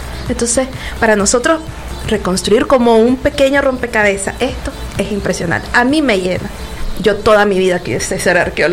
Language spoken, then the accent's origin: Spanish; Managua, Nicaragua; Yo soy de Managua